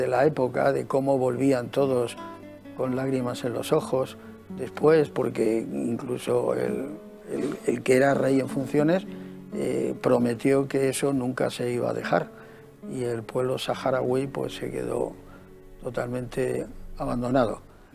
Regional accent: Spain; yo lo seguía como jovencísimo español

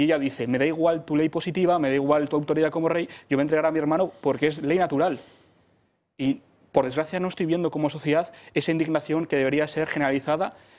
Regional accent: Spain; Es lo que realmente me preocupa como ciudadano español.

